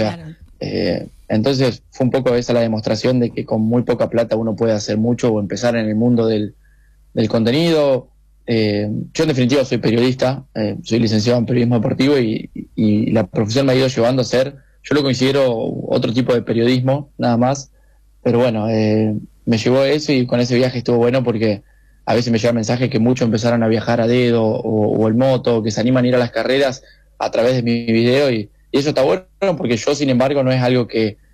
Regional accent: Formosa, Argentina; born or raised there

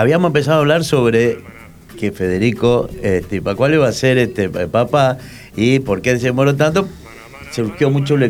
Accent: Argentina

